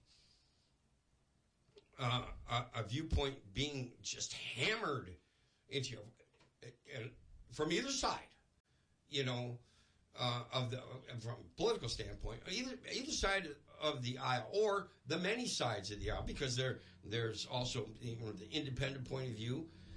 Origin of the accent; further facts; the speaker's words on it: United States; it's a little bit discouraging for me because I'm part Canadian, okay, descendant. I'm all American, first of all.